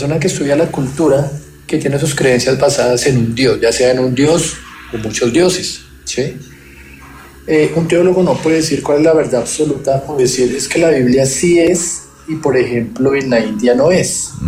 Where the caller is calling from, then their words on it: Bogotá, Colombia; Desde Bogotá.